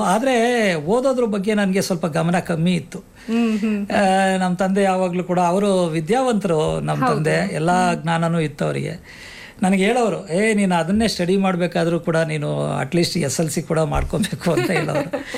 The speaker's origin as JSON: {"language": "Kannada", "town": "Tyamagondlu", "region": "Karnataka", "country": "India", "tie": "born or raised there", "said": "ನಾನು ಬೆಂಗಳೂರು ಗ್ರಾಮಾಂತರ ನೆಲಮಂಗಲ ತಾಲೂಕು ತ್ಯಾಮಗೊಂಡ್ಲು ಗ್ರಾಮದವನು."}